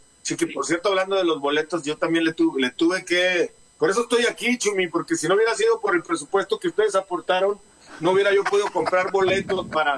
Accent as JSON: {"language": "Spanish", "country": "Mexico", "said": "y es que como mexicanos hay que echar buena vibra"}